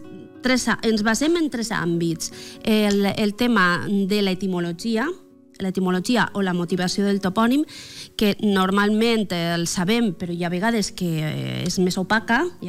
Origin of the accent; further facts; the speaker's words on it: Bicorp, Valencian Community, Spain; now in Meliana, Spain; Jo sóc de Bicorp, la Canal de Navarrés. El gentilici és Bicorbí. I visc a Meliana.